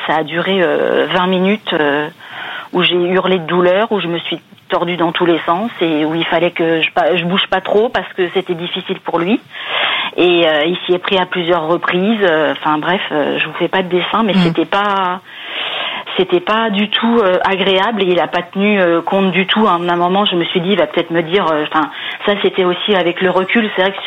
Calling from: Montargis, Centre-Val de Loire, France; Montargis.

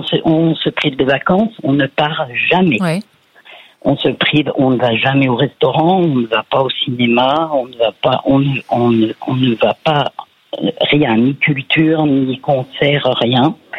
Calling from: Fontaines, Bourgogne-Franche-Comté, France; Je vous appelle de Fontaine, à côté de Chalon-sur-Saône, en Saône-et-Loire.

